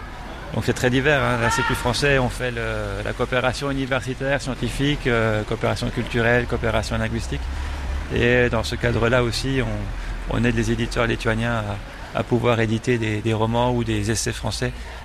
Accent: France; now in Vilnius, Lithuania; Oui, je suis français, oui, bonjour.

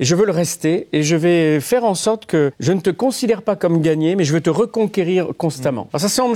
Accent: France; pas juste parce qu'on est français, vous savez, avec cette image de romantisme.

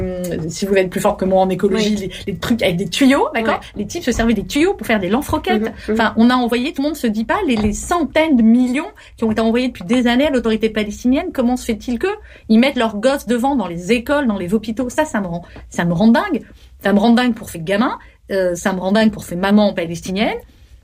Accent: France; Nous, pour le Bataclan, j'ai envie de dire parce qu'on est français, évidemment qu'on a souffert.

